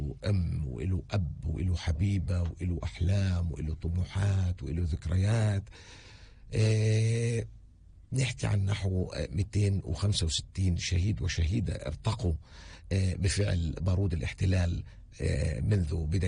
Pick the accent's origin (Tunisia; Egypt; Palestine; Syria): Palestine